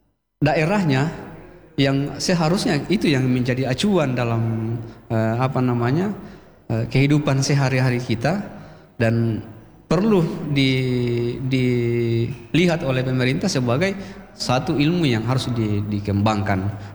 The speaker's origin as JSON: {"language": "Indonesian", "town": "Mamasa", "region": "West Sulawesi", "country": "Indonesia", "said": "identitas kita sebagai orang Mamasa, orang Sulawesi Barat, dan bahkan orang Indonesia."}